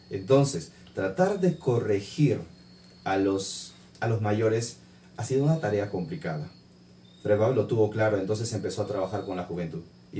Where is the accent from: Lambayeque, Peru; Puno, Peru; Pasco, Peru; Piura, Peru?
Pasco, Peru; Villa Rica; Yo soy de Villarrica.